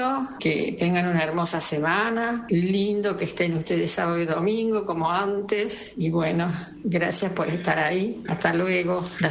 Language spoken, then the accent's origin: Spanish; Cosquín, Córdoba, Argentina; Hola chicas, buenas noches … de Cosquín.